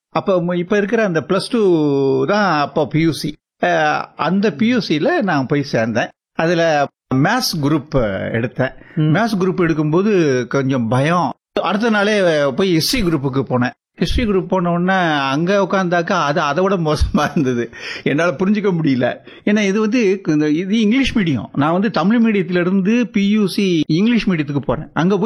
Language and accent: Tamil; Pirandipatti, Tamil Nadu, India; என்னுடைய சொந்த ஊர் பிரண்டிப்பட்டி, அதாவது மேலூர் தாலுகாவில் கொடுக்கம்பட்டி கிராமத்தில் உள்கடை கிராமம் எங்கள் ஊர். ஒரு ரிமோட் வில்லேஜ்